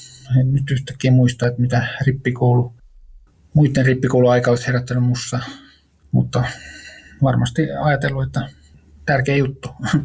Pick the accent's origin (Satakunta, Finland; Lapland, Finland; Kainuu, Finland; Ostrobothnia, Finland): Satakunta, Finland; Pori; born there; moved away; olen syntynyt Porissa, mistä on ollut pois yli 30 vuotta, mutta nyt sitten palannut juurilleni ja täällä on Porissa paljon sukua ja tai Satakunnassa enemmänkin